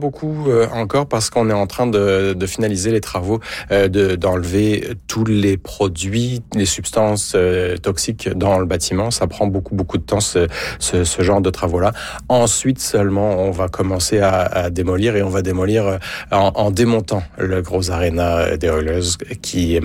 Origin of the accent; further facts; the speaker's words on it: Pays de la Loire, France; Moi, j'ai grandi dans une région de l'ouest de la France qui s'appelle l'Anjou.